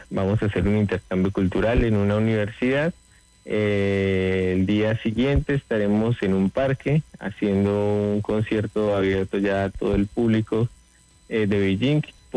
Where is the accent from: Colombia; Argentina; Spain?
Colombia; Boyacá; nuestra identidad boyacense